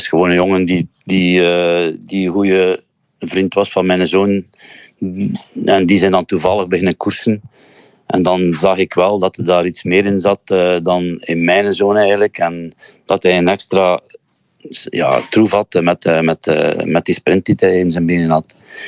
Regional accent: Zwalm, Flanders, Belgium; Ik kom uit Zwalm.

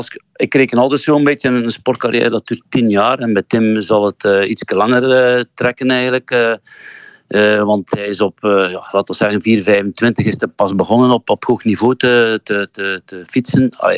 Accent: Zwalm, Flanders, Belgium; Ik kom uit Zwalm.

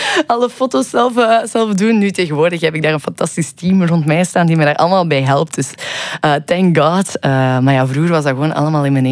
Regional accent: Belgium; Ik vind eigenlijk dat we daar veel trotser op mogen zijn als Belgen.

